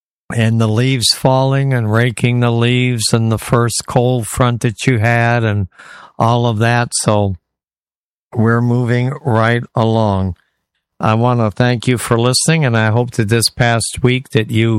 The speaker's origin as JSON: {"language": "English", "town": "Detroit", "region": "Michigan", "country": "United States", "tie": "born or raised there", "said": "I remember growing up in Detroit"}